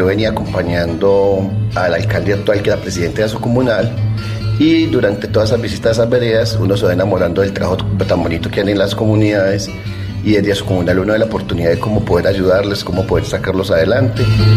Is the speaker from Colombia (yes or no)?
yes; Ituango, Antioquia, Colombia; also born or lived in Santa Rita, Ituango; ya mi mamá se viene para acá, para Ituango, nos queda toda la familia, entonces acá me crío en el municipio de Ituango.